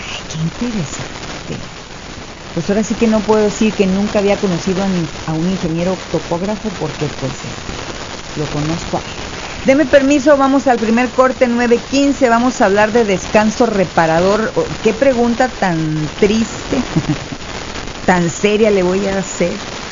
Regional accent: Mexico; Pues somos mexicanos.

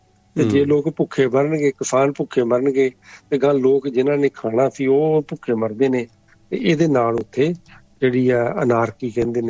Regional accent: Amritsar, Punjab, India; moved away as an adult; ਮੈਂ ਵੀ ਉਸੇ ਜੰਮਿਆ ਪੜਿਆ, 22 ਸਾਲ ਤੱਕ ਮੈਂ ਉੱਥੇ ਰਿਹਾ

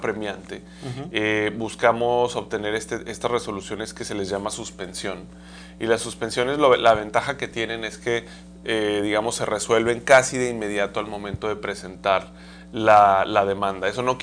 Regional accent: León, Guanajuato, Mexico; pero yo soy leonés, soy guanajuatense, he sido un par de veces candidato a la presidencia municipal de León

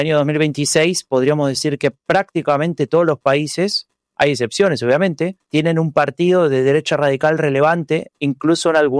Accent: Argentina

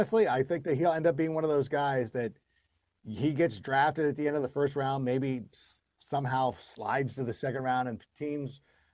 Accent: California, United States; Miguel's Jr. is not close. It's from my hometown. But Miguel's Jr., Don Ramon's, anybody in the Southern California area.

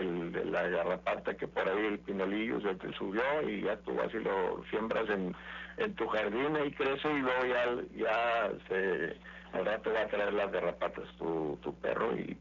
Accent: Mexico; están como los mexicanos cuando queremos brincar a Estados Unidos de manera ilegal

